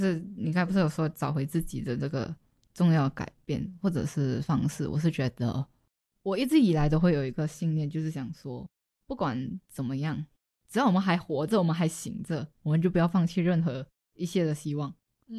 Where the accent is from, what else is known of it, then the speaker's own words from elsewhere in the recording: Malaysia; moved away as an adult; now in Taiwan; 就是在台湾，我在追逐着我的梦想。然后周围在台湾也有一些朋友，然后回到马来西亚的话，也有我的家人。